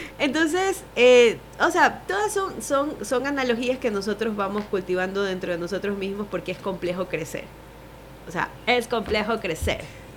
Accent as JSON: {"language": "Spanish", "country": "Ecuador", "said": "para quienes somos de Ecuador."}